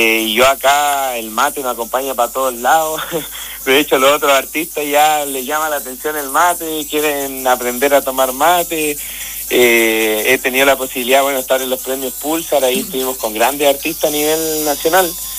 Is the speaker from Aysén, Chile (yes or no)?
yes; Villa O'Higgins, Aysén, Chile; now in Santiago, Chile; Villa O'Higgins, que es mi pueblo